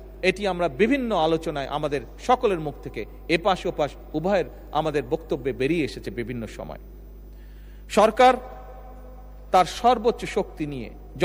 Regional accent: Bangladesh; আমরা বাংলাদেশের মানুষ পরিশ্রমী মানুষ

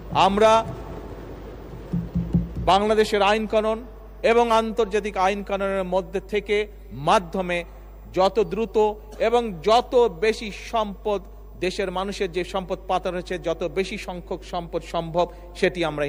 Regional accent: Bangladesh

